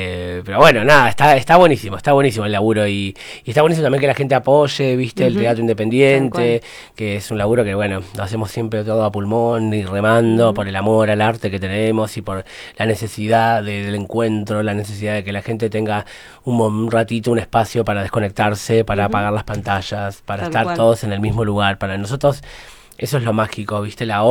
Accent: Argentina; Somos todos argentinos, estamos todos en la misma.

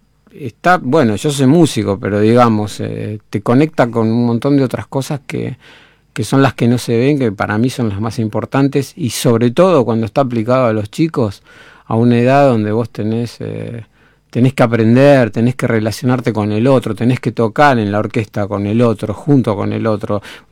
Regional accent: Tigre, Buenos Aires Province, Argentina; Yo soy de Tigre.

